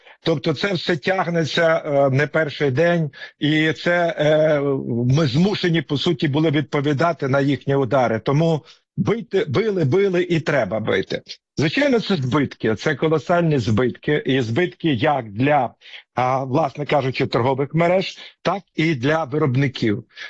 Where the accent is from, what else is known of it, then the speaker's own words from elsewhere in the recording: Pryluky, Chernihiv Oblast, Ukraine; В моїх рідних Прилуках, як було популярно піти зранку на базар скупитися, так і ходять.